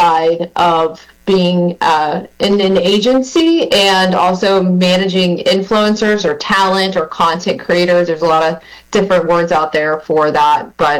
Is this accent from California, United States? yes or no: no; Sarasota, Florida, United States; I'm actually a Floridian. I was born in Sarasota and moved around a couple times, but always made my way back, and in a wonderful town called Lakeland.